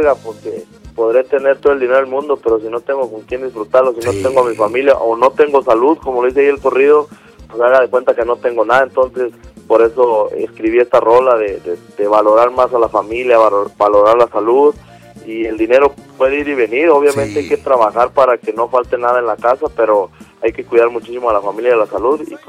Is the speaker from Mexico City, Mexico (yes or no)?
no; Numarán, Michoacán, Mexico; born there; es un pueblito aquí cerca de Guadalajara, estamos aquí en la frontera, aquí nacimos, en Numaral, Michoacán.